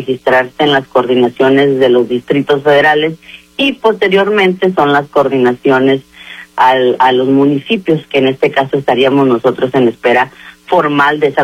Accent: Ahome, Sinaloa, Mexico; Como nacida aquí en Ahome, aquí he estudiado, aquí he crecido, es mi tierra

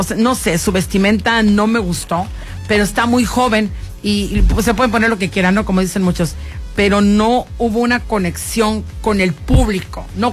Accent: Mexico; así somos los mexicanos

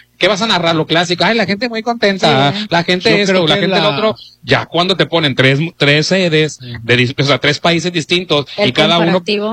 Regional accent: Mexico

